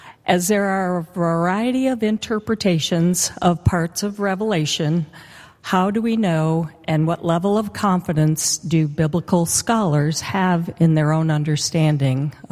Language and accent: English; North Port, Florida, United States; I am from Northport, Florida, and I had polled my family for some questions.